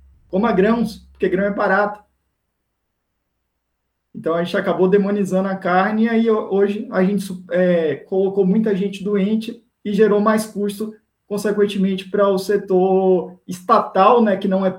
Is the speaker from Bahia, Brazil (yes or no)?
yes; Salvador, Bahia, Brazil; eu sou de Salvador, Bahia.